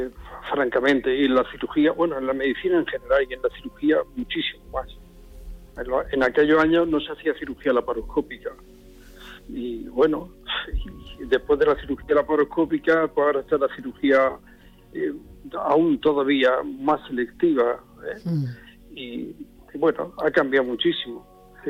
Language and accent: Spanish; Vera, Andalusia, Spain